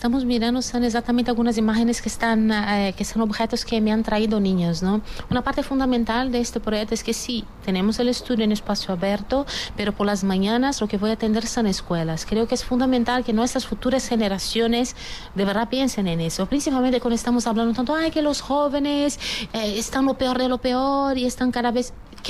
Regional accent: Brazil; now in Spain; y ahí hablo yo, la brasileña, que también es española, que sigue moviéndome por el planeta

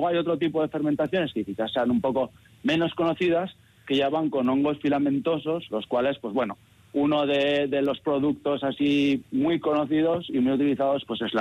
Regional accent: Pamplona, Navarre, Spain; por lo menos yo que soy de Pamplona, como súper típico hacer una compota, ¿no?

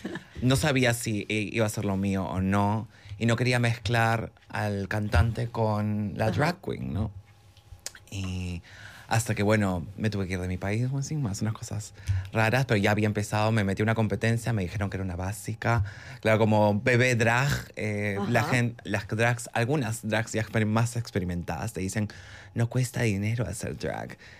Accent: Lima, Peru; A ver, yo vengo de Lima, Perú. Uh-huh. Mi familia es mitad peruana y mitad argentina, pero siempre hemos residido en Lima.

